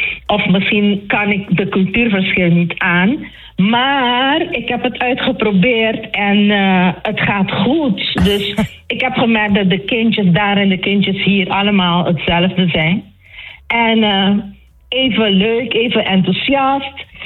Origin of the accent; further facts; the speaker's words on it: Curaçao; now in Assen, Netherlands; Het is zo, ik kom van Curaçao en daar heb ik jarenlang een kinderkoor gehad. En mijn hele leven eigenlijk daaraan toegewijd. En nu ben ik in Nederland.